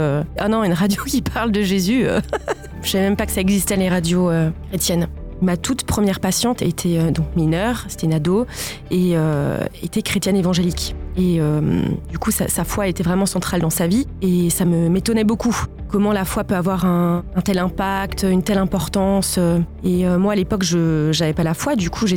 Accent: Colmar, Grand Est, France; j'ai 31 ans. Dans la vie, je suis psychologue et je viens du secteur de Colmar.

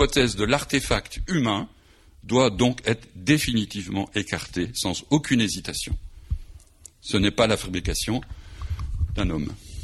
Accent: Lyon, Auvergne-Rhône-Alpes, France; Je suis lyonnais d'origine et j'ai fait mes études dans la commune où il résidait

